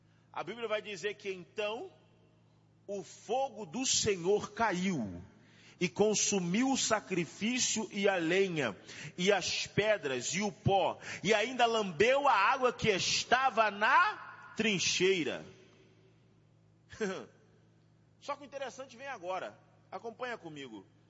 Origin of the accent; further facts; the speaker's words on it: Rio de Janeiro, Brazil; Talvez você que não saiba, eu sou do Rio de Janeiro.